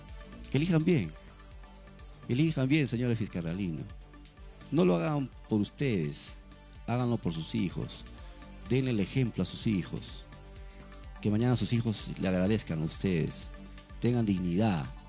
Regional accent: San Luis, Peru; born there; moved away as an adult; Es mi pueblo, es el lugar que me vio a nacer. Le tengo tanto cariño, tanto amor a mi pueblo, que me voy a quedar aquí hasta el final.

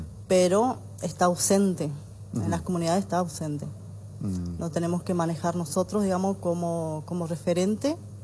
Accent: La Tigra, Chaco, Argentina; Sí, yo vengo de La Tigra, es un pueblito chico.

